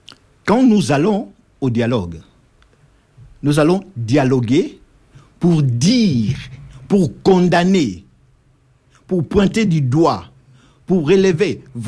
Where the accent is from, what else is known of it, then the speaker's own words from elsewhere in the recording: DR Congo; Nous sommes Congolais